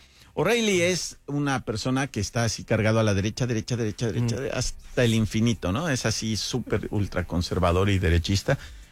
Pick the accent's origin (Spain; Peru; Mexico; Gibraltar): Mexico; Sin presentar pruebas, pero uno como mexicano dice...